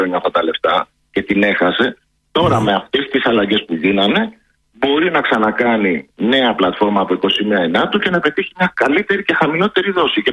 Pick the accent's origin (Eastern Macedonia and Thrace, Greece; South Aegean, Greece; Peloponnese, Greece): Peloponnese, Greece; Kardamyli; Και σας περιμένω και στο χωριό μου στην Καρδαμίλη, στη Μάνη, να περάσουμε ωραία όσες μέρες θέλετε.